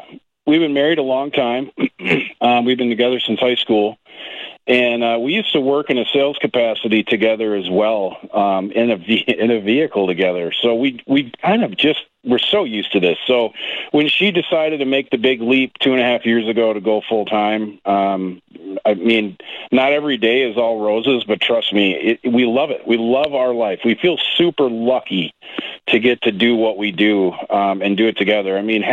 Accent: Wisconsin, United States; also born or lived in Florida; We were born and raised in Wisconsin, moved to Florida after we got married, for some jobs, lived down there for 6 or 7 years, had our first child, you know, no family down there, time to move home, moved back to Wisconsin

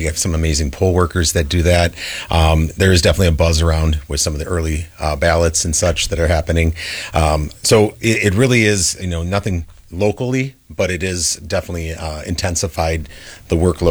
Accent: Milwaukee, Wisconsin, United States; growing up in Milwaukee.

